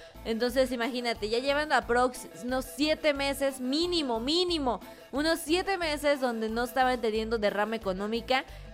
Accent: Mexico; libertades que tenemos nosotros como mexicanos.

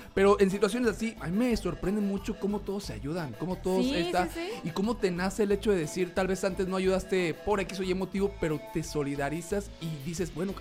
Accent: Zamora, Michoacán, Mexico; Soy michoacano, señores, nacido y creado en Zamora.

